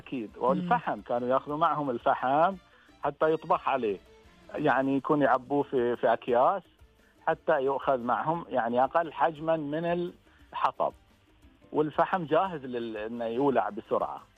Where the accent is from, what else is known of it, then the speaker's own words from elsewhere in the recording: Al-Ahsa, Eastern Province, Saudi Arabia; عندنا في الأحساء